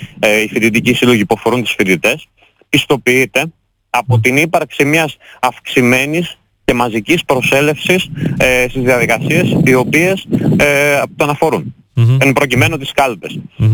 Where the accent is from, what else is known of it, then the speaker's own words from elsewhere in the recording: Amfilochia, Western Greece, Greece; Είμαι από την Αμφιλοχία της Λοκαρνανίας.